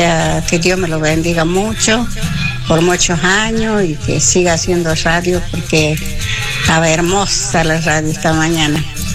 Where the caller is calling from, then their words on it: Recreo, Catamarca, Argentina; de Yacreo, Catamarca. Yacreo, provincia de Catamarca.